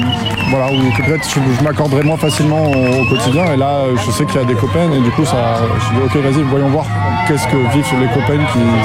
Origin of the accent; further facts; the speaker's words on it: Chalais, Nouvelle-Aquitaine, France; Je viens de Chalais, en Dordogne du coup.